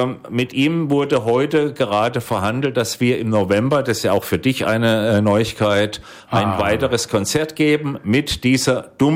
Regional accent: Bödigheim, Baden-Württemberg, Germany; In meinem Heimatdorf Bödigheim im badischen Odenwald gab es einen Herrn

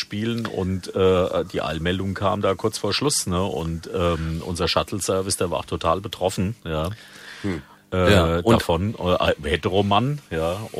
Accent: Hesse, Germany; Ich komme aus der Wetterau.

